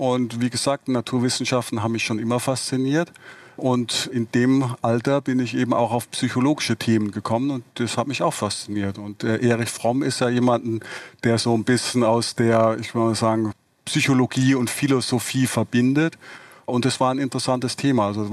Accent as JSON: {"language": "German", "region": "Baden-Württemberg", "country": "Germany", "tie": "born or raised there", "said": "ich bin ja im Raum Heidelberg aufgewachsen und habe in Karlsruhe Elektrotechnik studiert"}